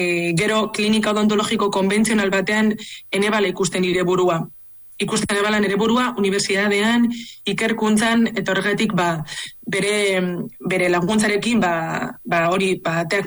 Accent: Bilbao, Basque Country, Spain; born there; eta Bilbon jaio nintzen, 1984 urtean.

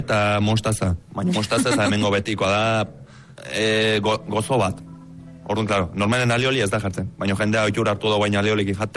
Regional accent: Lazkao, Basque Country, Spain; also born or lived in Arad, Romania; Lazkao tarra esatea. Azkenako, hemen enaiz jaio, baina txiki-txikitatik hemen bizi izan naiz, hemen ditu launek, hemen dauket lana, hemen dauket dana.

